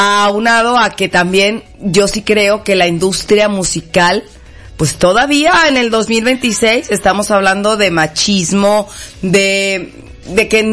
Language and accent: Spanish; Jalisco, Mexico; yo soy de aquí, de Jalisco.